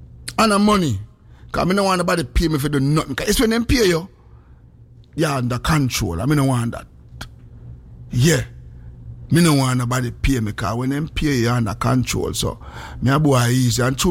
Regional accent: Philippines; I am from the Philippines, sir.

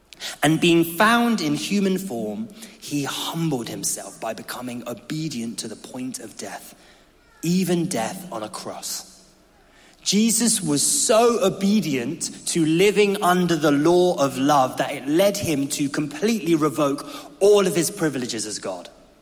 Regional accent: United Kingdom; before I am British and Ghanaian

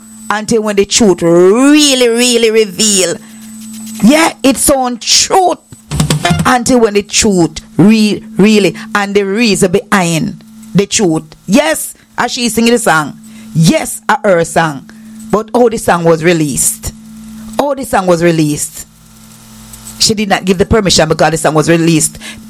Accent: Jamaica; Patrick Ewing made me fall in love with the Knicks as a Jamaican.

